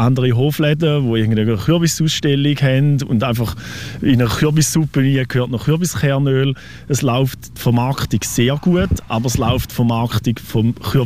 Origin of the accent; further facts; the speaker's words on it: Schaffhausen, Switzerland; Als Schaffhauser Bauer